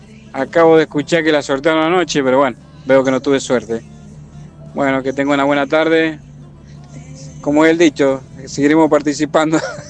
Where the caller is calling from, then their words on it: Maipú, Mendoza, Argentina; de Maipú.